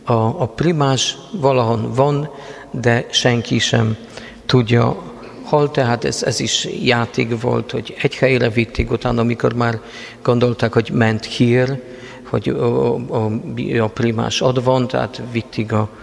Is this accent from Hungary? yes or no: no; Prudnik, Opole Voivodeship, Poland; Hungarian is a second language; moved away; én Prudnikban születtem.